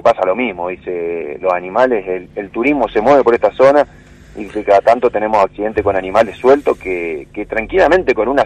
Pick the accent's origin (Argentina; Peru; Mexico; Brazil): Argentina; Santa Fe; nosotros también como santafesinos